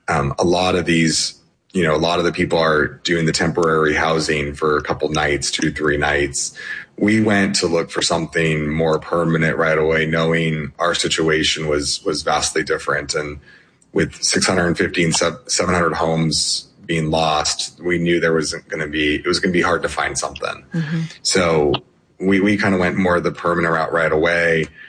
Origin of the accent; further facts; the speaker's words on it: Washington, United States; Annie grew up in California. I grew up in Washington. So the West Coast is our home.